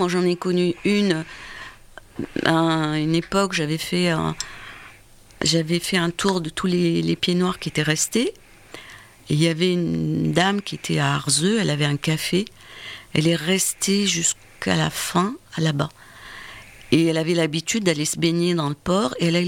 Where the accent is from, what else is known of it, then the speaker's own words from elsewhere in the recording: Algeria; Et ça n'a pas marché, parce que on n'est pas des Arabes, on est des Amazirs. Ça, je le répète. Et je crois que 95% des Algériens sont Amazirs.